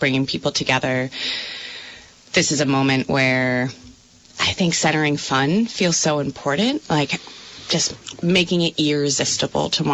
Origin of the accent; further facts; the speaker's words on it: Strafford, Vermont, United States; But I think for me, probably the defining experience of growing up in Vermont was, or in Stratford, was town meeting.